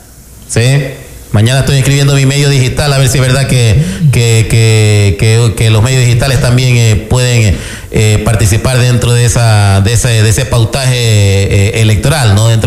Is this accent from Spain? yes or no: no; Ecuador; el Estado ecuatoriano somos todos los ecuatorianos